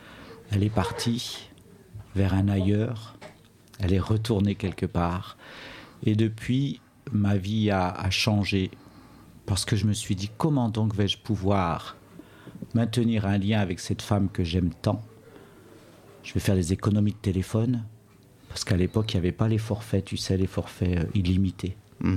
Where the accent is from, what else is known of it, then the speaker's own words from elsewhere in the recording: Saint-Étienne, Auvergne-Rhône-Alpes, France; je suis né à Saint-Étienne en 1973, c'était au mois de mai, dans un quartier qui s'appelle Montréno, un quartier populaire à l'extérieur de la ville, ce qu'on appellerait aujourd'hui une ZUP, un quartier.